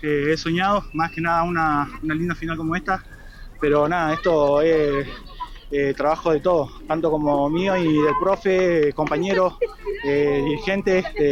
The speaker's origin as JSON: {"language": "Spanish", "region": "Tucumán", "country": "Argentina", "moved": "as an adult", "said": "Vengo de Tucumán. Llegué hace 3 meses ya que estamos acá"}